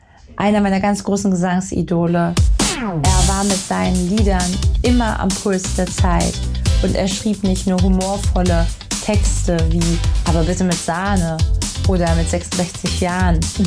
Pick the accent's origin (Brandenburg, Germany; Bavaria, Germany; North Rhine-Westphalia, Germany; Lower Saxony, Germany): Lower Saxony, Germany; Braunschweig; Ich komme aus Braunschweig, genau. Oder ich wohne in der Nähe von Braunschweig.